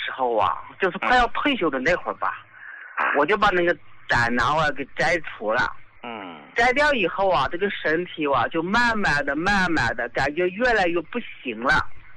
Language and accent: Chinese; Suzhou, Jiangsu, China; 啊，我是苏州的，我今年78了。